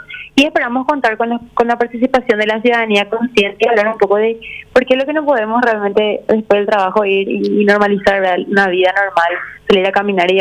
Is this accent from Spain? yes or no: no; San Lorenzo, Central, Paraguay; yo particularmente soy de San Lorenzo